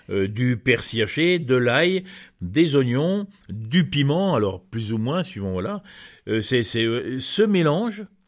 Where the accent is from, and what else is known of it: France